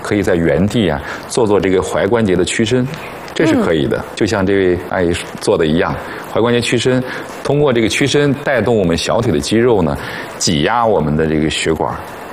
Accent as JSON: {"language": "Chinese", "country": "China", "said": "我们中国人"}